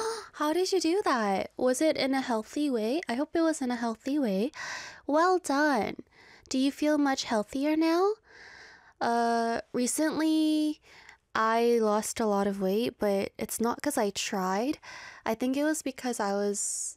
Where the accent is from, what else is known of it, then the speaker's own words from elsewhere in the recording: South Korea; I'm from Korea.